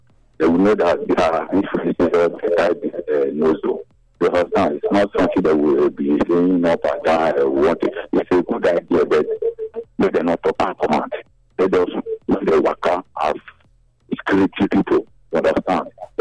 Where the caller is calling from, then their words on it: Mumbai, Maharashtra, India; I'm just calling from Mumbai.